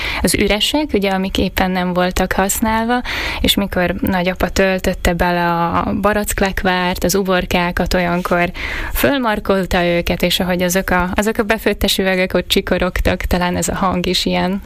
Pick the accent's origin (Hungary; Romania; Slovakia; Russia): Slovakia; also born or lived in Brno / Berlin / Bratislava; a szlovák közegben egy kicsit magyarnak érezzük magunkat, ha meg elmegyünk Magyarországra, egy kicsit szlováknak látnak.